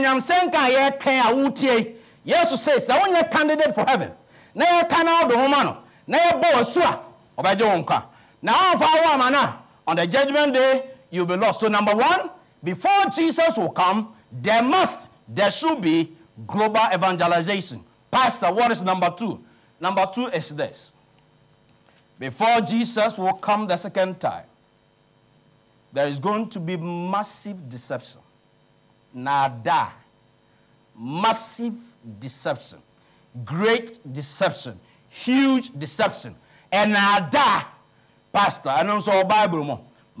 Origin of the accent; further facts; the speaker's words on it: Kenya; I'm from Kenya.